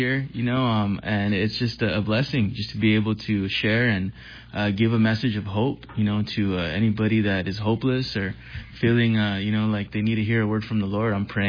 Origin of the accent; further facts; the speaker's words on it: California, United States; I grew up in Cali. My father is... basically came across the border from Mexico when he was 5.